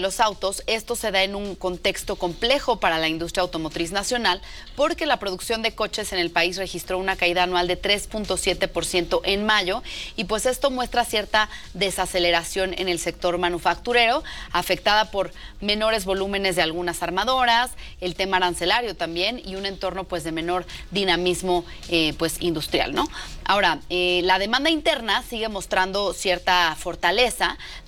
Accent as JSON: {"language": "Spanish", "country": "Mexico", "said": "por supuesto, como buenos mexicanos a la selección."}